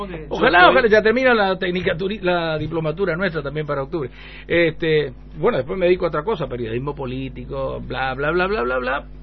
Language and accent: Spanish; Chaco, Argentina; Yo soy el periodista del Chaco